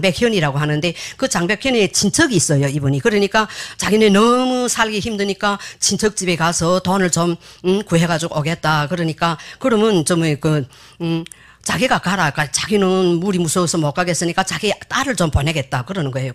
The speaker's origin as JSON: {"language": "Korean", "country": "North Korea", "tie": "born or raised there", "moved": "as an adult", "lives_now": "South Korea", "said": "에서 50여 년을 살다가 한국에 온지 지금 10년째입니다. 꼭 10년 되었어요. 그래서 저희 인생을, 북한에서의 인생을 돌아보면"}